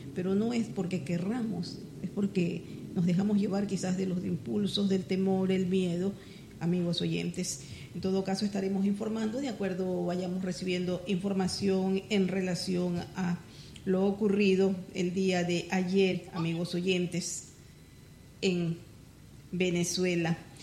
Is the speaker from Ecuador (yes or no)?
yes; Ecuador